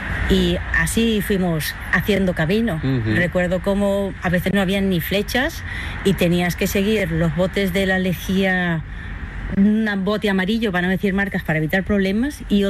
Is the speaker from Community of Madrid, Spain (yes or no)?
no; Bilbao, Basque Country, Spain; moved away as an adult; also born or lived in Caracas, Venezuela; now in Santiago de Compostela, Spain; O sea que yo soy de Bilbao, Camino de Santiago del Norte, Catedral de Santiago la otra. Luego, pues viví en Venezuela 27 años, Caracas